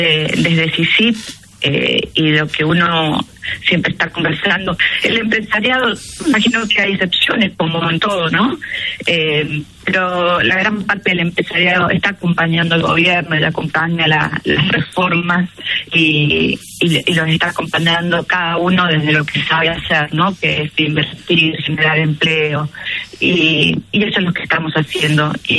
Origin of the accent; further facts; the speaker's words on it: Argentina; es el único chileno que representa el Consejo, yo soy la única argentina